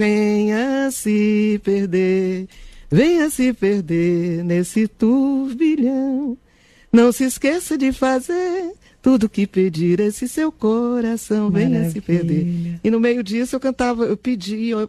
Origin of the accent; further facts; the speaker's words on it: Northeast Brazil, Brazil; posso cantar uma musiquinha da minha terra? No Nordeste, no seu show?